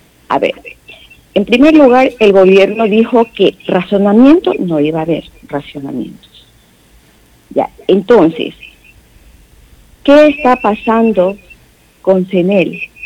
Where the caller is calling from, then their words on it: Ecuador; Hablo de Barrio Vista al Mar.